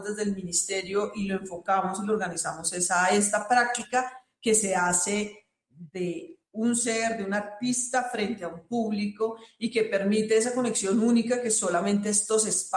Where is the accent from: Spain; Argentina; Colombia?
Colombia